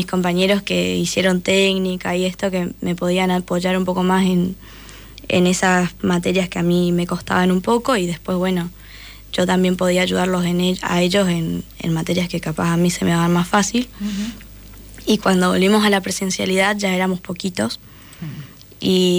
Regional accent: Paso de los Libres, Corrientes, Argentina; now in Concordia, Argentina; encontré que había en Concordia, que me queda cerca, soy de Paso de los Libres de Corrientes

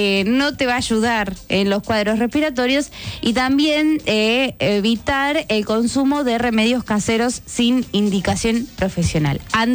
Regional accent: Entre Ríos, Argentina; acá somos de Entre Ríos y nos gusta compartir el mate y la galletita y todo eso

